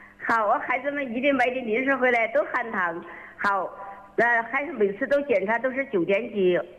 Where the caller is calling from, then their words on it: Yichang, Hubei, China; 我在宜昌市咸宁区涂城乡安石溪村。